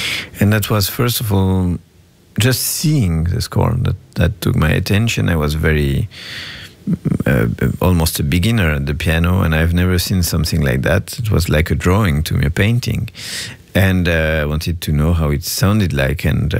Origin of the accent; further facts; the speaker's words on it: France; I grew up in France